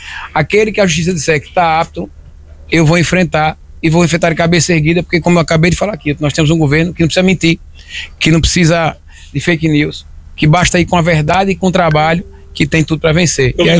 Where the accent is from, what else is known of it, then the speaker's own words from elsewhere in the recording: Northeast Region, Brazil; eu sou nordestino